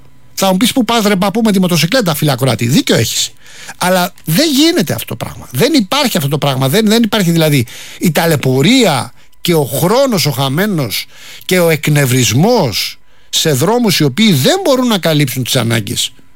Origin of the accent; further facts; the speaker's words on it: Rafina, Attica, Greece; moved away as an adult; επειδή εμένα είναι και ο τόπος μου, να σας πω την αλήθεια. Καλά, βέβαια έχει αλλάξει και πάρα πολύ από τότε που εγώ έφυγα. Σόγαμπρος έφυγα, πήγα σε άλλη περιοχή